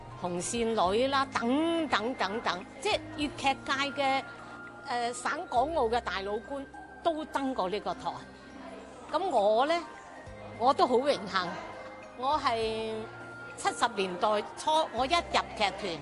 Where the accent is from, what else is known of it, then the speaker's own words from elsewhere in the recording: Guangzhou, Guangdong, China; 我哋廣州人，我哋廣東人。